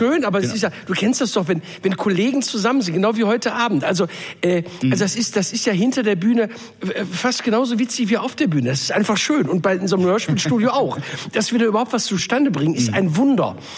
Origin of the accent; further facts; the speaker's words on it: North Rhine-Westphalia, Germany; Bei uns im Pott sagst du Hiopai zu sowas.